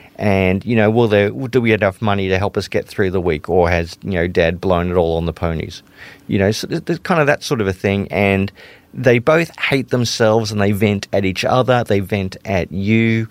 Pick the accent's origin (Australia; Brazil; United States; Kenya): Australia; Brisbane, Queensland; also born or lived in West Germany; it was a sort of, you know, working class suburban family in Brisbane in the late 70s, 1980s.